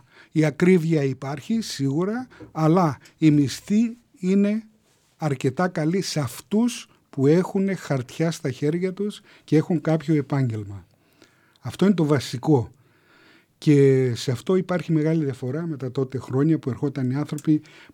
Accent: Naousa, Central Macedonia, Greece

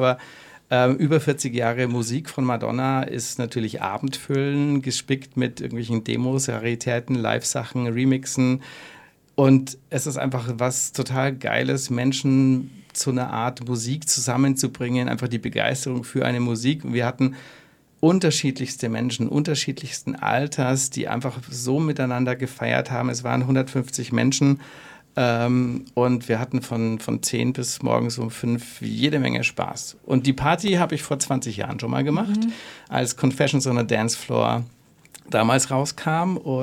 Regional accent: Fürth, Bavaria, Germany; born there; now in Nuremberg, Germany; Ich bin eigentlich gebürtiger Fürther. Und bin aber jetzt in Nürnberg lebend seit 2004

